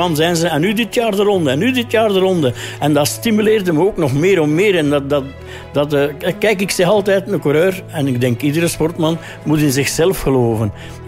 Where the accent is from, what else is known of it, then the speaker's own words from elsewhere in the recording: Meire, Flanders, Belgium; aan het café van mijn broer in Meren. Mijn geboortedorp. En ik woonde daar echt over. Ik woonde daar.